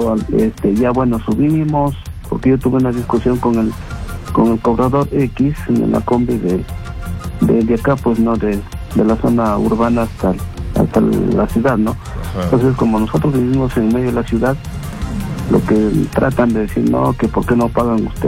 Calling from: Cajamarca, Peru

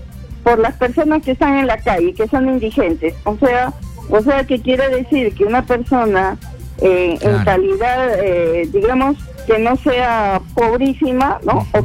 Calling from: Lima, Peru; Habla del cercado de Lima.

